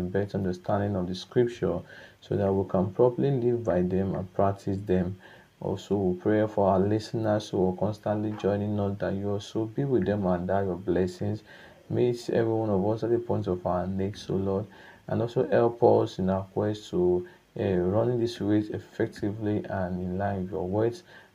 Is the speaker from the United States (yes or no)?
no; Okada, Edo, Nigeria; from Okada Town, Edo State, Nigeria.